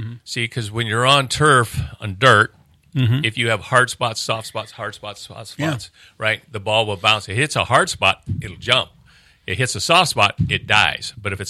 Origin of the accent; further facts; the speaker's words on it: Verdeville, California, United States; growing up in Verdeville, California, Verdeville, just north of Anderson, we had three different sandlots as a kid growing up.